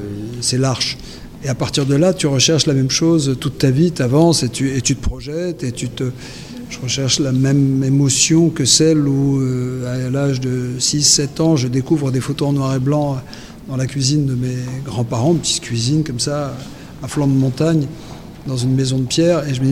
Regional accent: France; born there

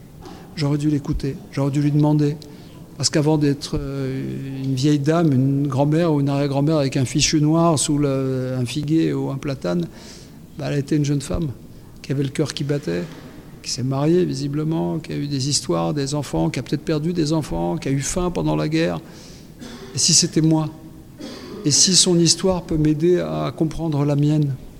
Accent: France; born there; c'est-à-dire que je viens d'une famille grecque du centre du pays avec des parents immigrés qui ont fait que je suis né en France.

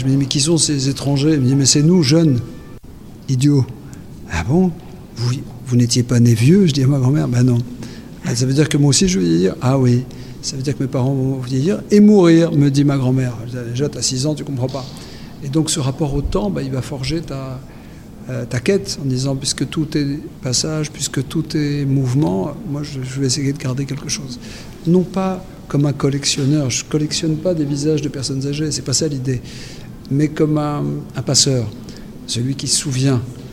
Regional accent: France; born there; c'est-à-dire que je viens d'une famille grec du centre du pays avec des parents immigrés qui ont fait que je suis né en France.

